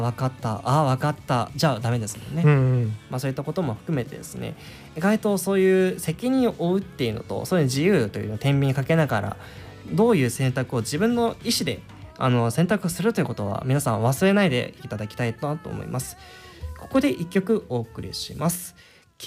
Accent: Shiga, Japan; moved away as an adult; now in Kanazawa, Japan; 地元が滋賀なのでちょっと帰りたいなとたまに思う時があるんですよね

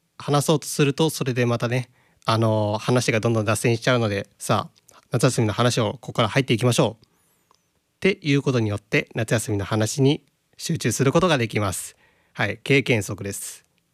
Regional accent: Okayama, Japan; 私の地元岡山

